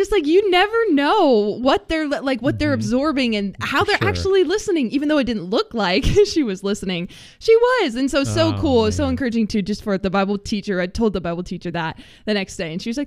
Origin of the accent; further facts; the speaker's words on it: Aurora, United States; I was able to speak at a VBS at my hometown church's VBS, actually, in Aurora.